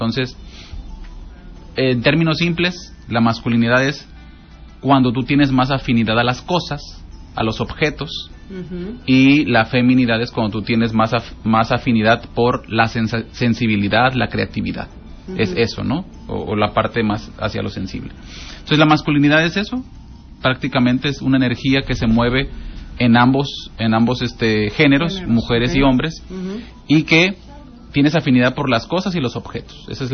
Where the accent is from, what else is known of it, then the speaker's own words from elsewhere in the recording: Zihuatanejo, Guerrero, Mexico; born there; el lugar donde yo nací, no aquí, que es Iguatanejo.